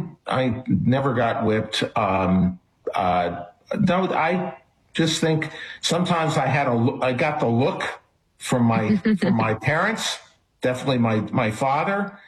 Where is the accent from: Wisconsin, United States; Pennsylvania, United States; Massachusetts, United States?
Pennsylvania, United States; Allentown; daughter here in Allentown, Pennsylvania, is where we reside for part of the year now. But this has been my hometown.